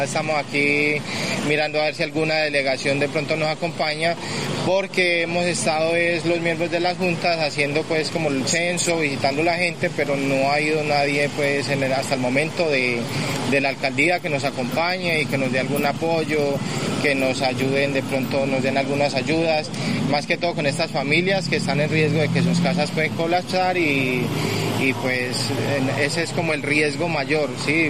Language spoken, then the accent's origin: Spanish; Cali, Valle del Cauca, Colombia; Buenos días … soy de la Comuna 12, el barrio Nueva Floresta